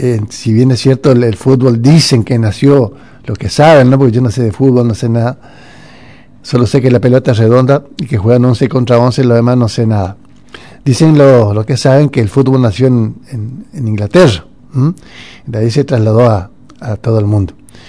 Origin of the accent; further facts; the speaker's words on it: Corrientes, Argentina; En Corrientes es el idioma español, pero nosotros hablamos, mezclamos, ¿viste? Nuestra lengua originaria, el guaraní, con el español